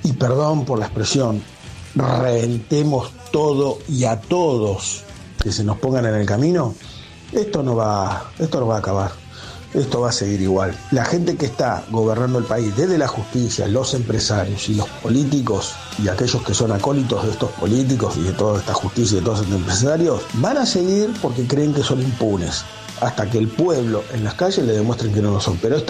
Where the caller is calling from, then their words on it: Marcos Paz, Buenos Aires Province, Argentina; Hola, Polaco y equipo. ¿Cómo les va? Buenas tardes. … de Marcos Paz.